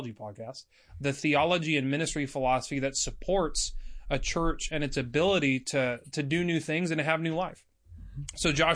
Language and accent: English; California, United States; And I grew up in Southern California.